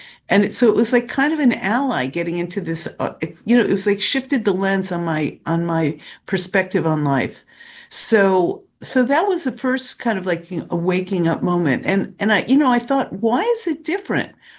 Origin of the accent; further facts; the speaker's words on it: Washington, District of Columbia, United States; moved away as an adult; also born or lived in California; I guess it started in Washington, D.C. And I grew up in Washington in the 60s and 70s. I went to D.C. public schools, and I went to School Without Walls. That was my high school.